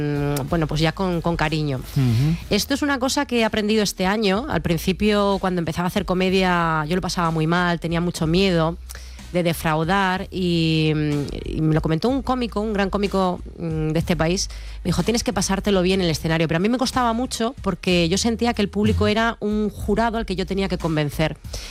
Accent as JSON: {"language": "Spanish", "town": "Bilbao", "region": "Basque Country", "country": "Spain", "said": "pero yo soy de Bilbao, no podía reculear, ¿sabes?"}